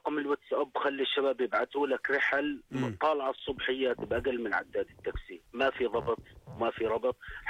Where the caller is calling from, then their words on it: Jordan; اول شركه رفعت الزيت عندنا في الاردن